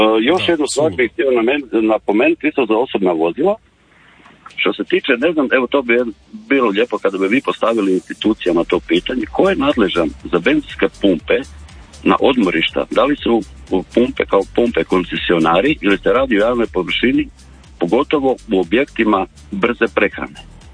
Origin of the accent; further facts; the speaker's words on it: Rijeka, Primorje-Gorski Kotar County, Croatia; iz Rijeke sam, vozim u Zagreb za zagrebačku tvrtku